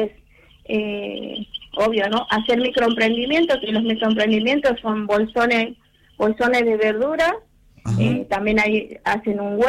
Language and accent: Spanish; Puerto Viejo, Jujuy, Argentina; moved away; Sí, soy de Jujuy, de un pueblo muy chiquito que se llama Puerto Viejo.